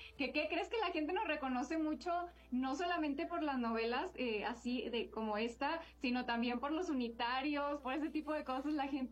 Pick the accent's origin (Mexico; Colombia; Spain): Mexico; Ciudad Victoria, Tamaulipas; moved away; De Tamaulipas, de Ciudad Victoria, Tamaulipas